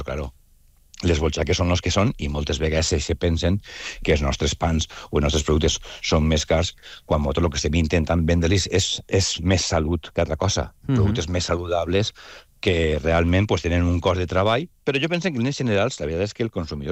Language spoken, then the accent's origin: Catalan; Valencia, Valencian Community, Spain